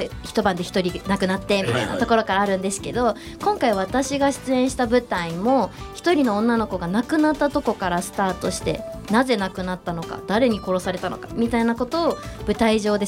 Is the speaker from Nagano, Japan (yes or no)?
no; Yamaguchi, Japan; 山口県出身でございまして、